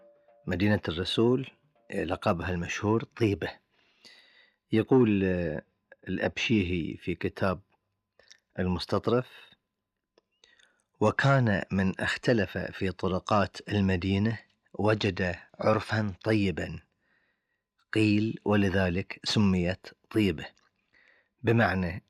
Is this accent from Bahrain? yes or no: yes; Bahrain; accent: Bahraini; اللبان طبعا معروف عنه لأسامي كثيرة في لهجتنا البحرينية